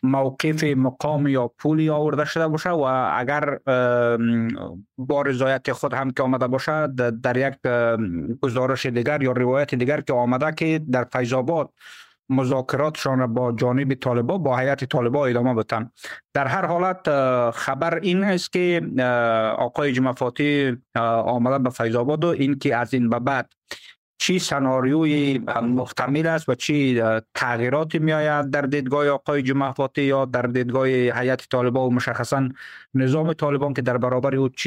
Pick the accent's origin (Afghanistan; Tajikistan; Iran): Afghanistan; Badakhshan; ما که از بدخشان هستم